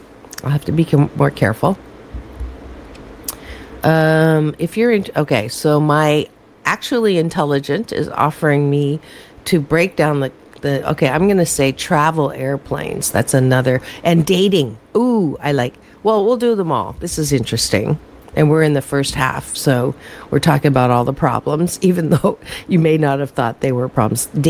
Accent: United States; Just because I'm an American, we're doing the show in California.

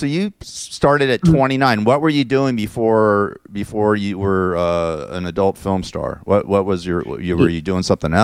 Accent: Los Angeles, California, United States; when I was a kid, when I was a teenager, growing up in Tarzana and Woodland Hills

